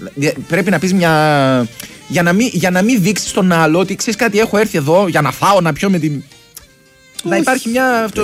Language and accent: Greek; Crete, Greece; ξέρεις που μπορεί να τύχει αυτό που λες τώρα μόνο στην Κρήτη. Και δεν το λέω επειδή είναι ο τόπος μου.